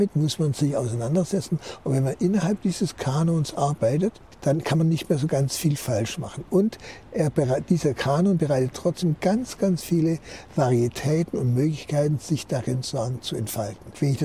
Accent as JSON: {"language": "German", "region": "Baden-Württemberg", "country": "Germany", "said": "Als Schwabe bin ich etwas sanguinisch veranlagt, ja?"}